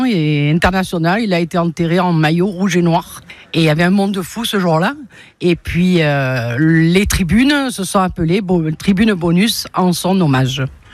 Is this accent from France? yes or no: yes; Toulon, Provence-Alpes-Côte d'Azur, France; Mais sinon, je suis de Toulon, oui, toulonnaise.